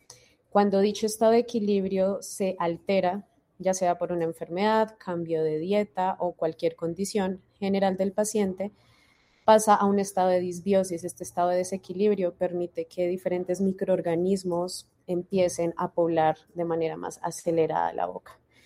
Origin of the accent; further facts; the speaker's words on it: Colombia; Creo que sería importante como investigadora colombiana empezar a estudiar pues nuestra flora